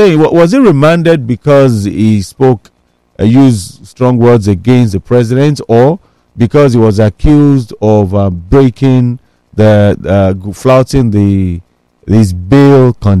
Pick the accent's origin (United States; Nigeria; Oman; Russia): Nigeria; I feel ashamed as a Nigerian